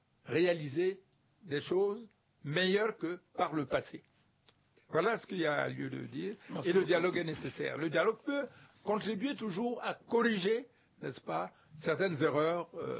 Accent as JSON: {"language": "French", "country": "Central African Republic"}